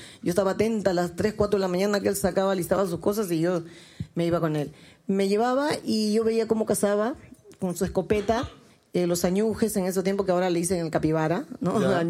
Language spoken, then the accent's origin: Spanish; Puerto Maldonado, Madre de Dios, Peru; Llegué al hotel y me puse a componer … ¿no? Puerto Maldonado, te extraño, mi tierra.